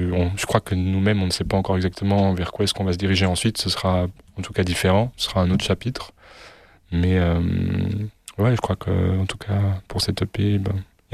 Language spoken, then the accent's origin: French; Switzerland; On est suisse.